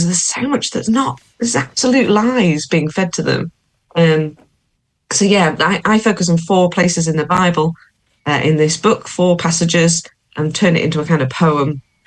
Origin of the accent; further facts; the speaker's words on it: Isle of Man; now in Lancaster, United Kingdom; I'm from the Isle of Man, so I've seen a lot of seagulls, and I live in Lancaster, so I'm quite near the coast.